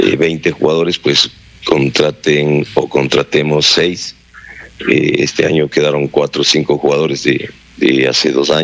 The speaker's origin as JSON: {"language": "Spanish", "country": "Ecuador", "said": "yo soy ecuatoriano, soy nacionalista"}